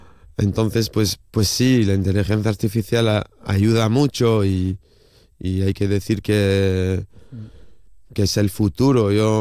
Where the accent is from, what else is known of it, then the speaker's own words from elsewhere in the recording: Martinique; Yo nací en Martinica, que es una isla francesa, y bueno, de pequeño, bueno, no sé si tiene que ver, pero en el periódico de allí, de la isla